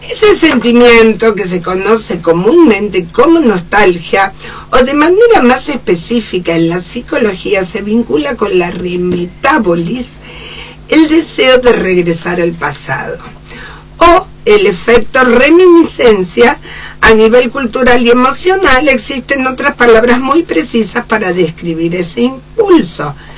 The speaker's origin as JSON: {"language": "Spanish", "town": "San Martín", "region": "Buenos Aires Province", "country": "Argentina", "tie": "born or raised there", "said": "Yo nací en San Martín, Villa Maipú. Hay un rinconcito de Villa Maipú que me marca toda mi infancia, un proceso muy fuerte."}